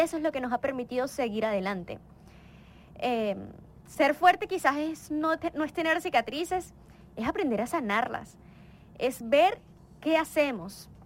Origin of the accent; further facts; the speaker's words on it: Venezuela; sobrevivimos a tantas cosas que como venezolanos hemos atravesado, enfermedades.